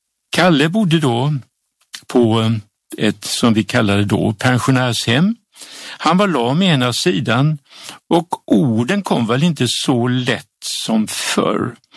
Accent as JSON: {"language": "Swedish", "country": "Sweden", "also_born_or_lived": "Japan", "moved": "as an adult", "said": "Men 1986 så var jag hemma i Sverige."}